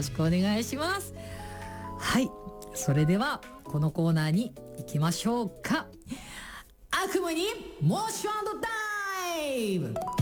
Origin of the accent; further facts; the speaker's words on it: Tokyo, Japan; この東京の人間からすると。